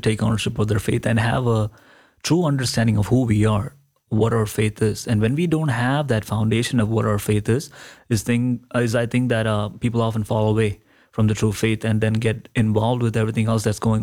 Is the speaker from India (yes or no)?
yes; Kerala, India; born or raised there